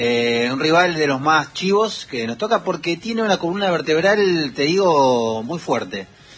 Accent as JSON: {"language": "Spanish", "country": "Argentina", "said": "pero bueno, nosotros somos Argentina"}